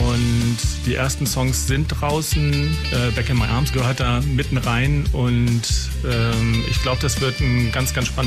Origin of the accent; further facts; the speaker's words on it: Lower Saxony, Germany; Als Niedersachse ist man ja sturmfest und erdverwachsen